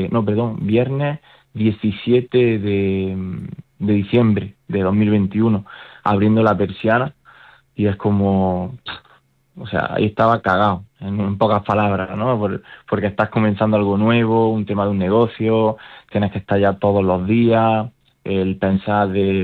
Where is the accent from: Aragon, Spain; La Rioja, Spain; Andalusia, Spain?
Andalusia, Spain; Motril; por mi tierra, por Motril